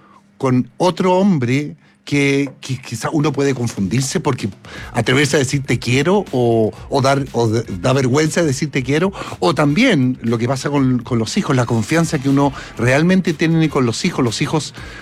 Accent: Chile; nosotros como sociedad, como chilenos, somos buenos para el copete

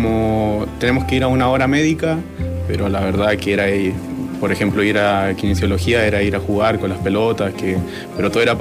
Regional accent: Calbuco, Los Lagos, Chile; Bueno, yo nací en Calbuco, nacido y criado en esa hermosa ciudad.

